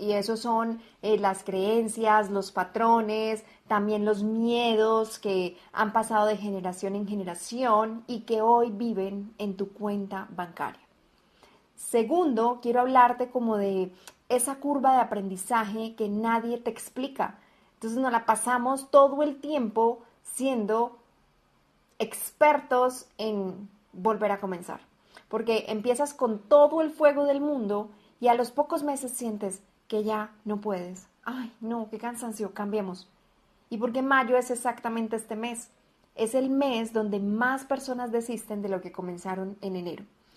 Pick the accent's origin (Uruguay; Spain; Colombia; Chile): Colombia; now in Guadalajara, Mexico; colombiana viviendo en Guadalajara, México.